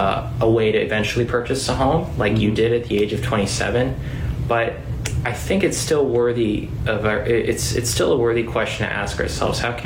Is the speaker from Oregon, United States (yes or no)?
no; Hawaii, United States; I was raised in Hawaii